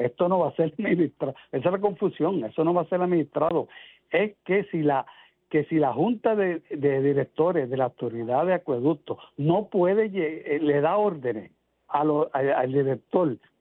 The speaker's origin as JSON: {"language": "Spanish", "town": "Caguas", "country": "Puerto Rico", "said": "en mi pueblo de Cagua"}